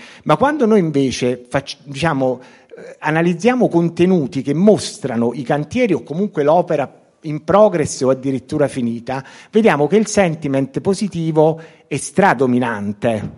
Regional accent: Naples, Campania, Italy; non lo dico in quanto napoletano

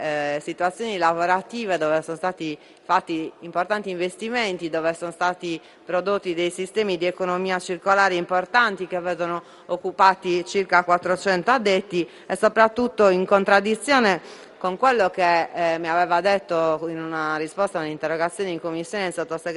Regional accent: Sardinia, Italy; in Sardegna, nella mia terra

